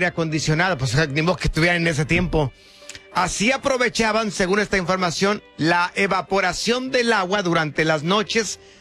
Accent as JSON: {"language": "Spanish", "region": "Jalisco", "country": "Mexico", "said": "No, yo no soy de Culiacán, soy del estado de Jalisco."}